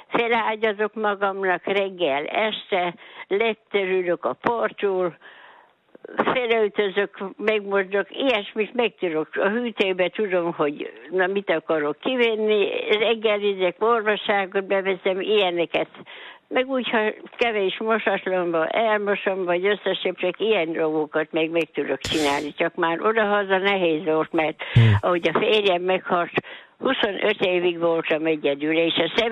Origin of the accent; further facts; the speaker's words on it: Mezőtúr, Jász-Nagykun-Szolnok, Hungary; én rossz időkbe születtem, a második világháború, meg utána, meg ami volt, meg bombázás volt, úgyhogy itt Mezőtúron is